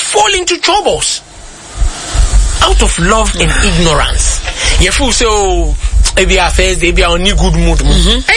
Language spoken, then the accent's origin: English; Nigeria; First, as a Nigerian